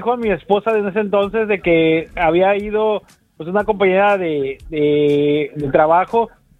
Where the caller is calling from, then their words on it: Veracruz, Mexico; de Veracruz